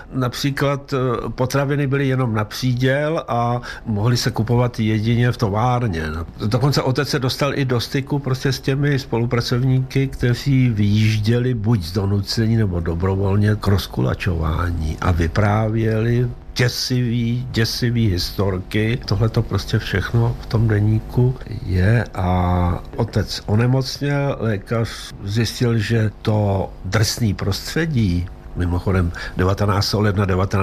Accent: Plzeň, Plzeň Region, Czechia; born there; also born or lived in Kharkiv, Ukraine; já jsem se narodil v bývalém Sovětském svazu tedy. Já jsem se narodil v Charkově.

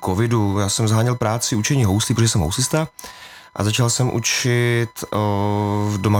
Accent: Moravia, Czechia; protože jak jsem Moravák, hraji v cimbalové muzice a mám rád folklor

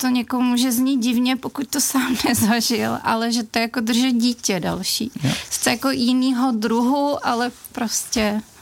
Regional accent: Hradec Králové, Hradec Králové Region, Czechia; Já jsem milovala lesy tady, ježdění na kole, teď jsem teda v místě, kde ta krajina není rovná, takže se mi tam na kole jezdí hůř do kopce z kopce. A hlavně Hradec je úplně úžasný město architektonicky, takže mě vlastně rozmazlil

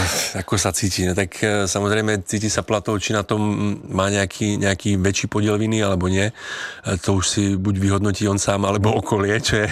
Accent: Slovakia; now in Czech Republic; To je pravda, jako fandím samozřejmě i českému národňáku, ale stále jsem Slovák, takže prvom radě slovenskému.

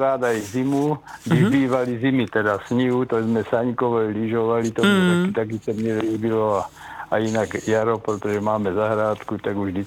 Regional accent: Milotice, South Moravian Region, Czechia; now in Kyjov, Czechia; protože bydlím v Kyjově a pocházím z Milotic, kde je pěkný rybník, takže jsme jako děti prázdní tam strávili skoro celé prázdní.

